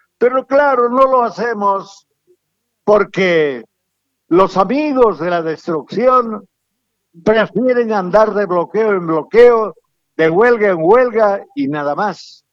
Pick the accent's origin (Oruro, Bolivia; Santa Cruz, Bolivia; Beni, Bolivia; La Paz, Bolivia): Santa Cruz, Bolivia; Y somos cruceños, los Cambas, a los que los collas no los quieren, a los Cambas.